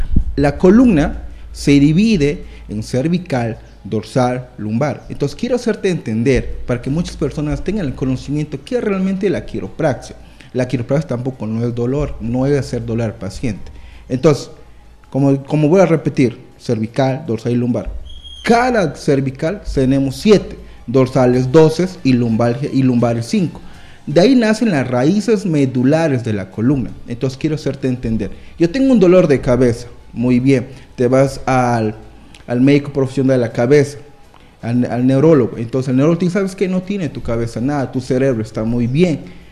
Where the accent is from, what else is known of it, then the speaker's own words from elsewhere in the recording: Peru; soy médico peruano. En Perú tenemos nuestro centro médico capacitado de la columna.